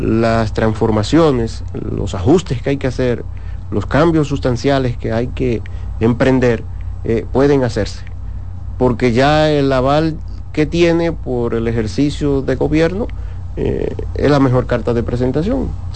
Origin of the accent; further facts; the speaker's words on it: Cabrera, María Trinidad Sánchez, Dominican Republic; porque es mi pueblo de Cabrera